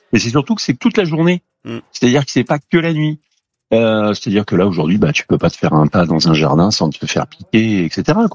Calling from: Clermont-Ferrand, Auvergne-Rhône-Alpes, France; moi je suis sur Clermont-Ferrand

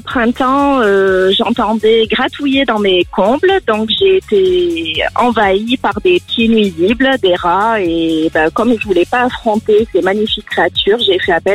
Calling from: Cournon-d'Auvergne, Auvergne-Rhône-Alpes, France; j'habite à Cournon, à côté de Clermont-Ferrand

